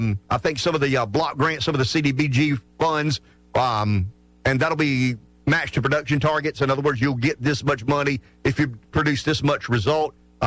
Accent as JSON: {"language": "English", "town": "Pamplico", "region": "South Carolina", "country": "United States", "said": "but I'm calling it the housing bill because I'm from Pamplico and that's how we roll."}